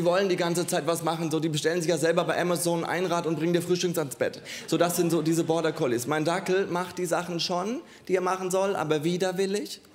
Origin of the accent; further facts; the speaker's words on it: Heustreu, Bavaria, Germany; born there; ich komme aus Heustreu. Allen, denen das nichts sagt, das ist so 10 Kilometer vor Oberstreu. Und wie ihr an dem Namen erkennen könnt, Streu, ne? Also meine Großeltern hatten auch einen Bauernhof.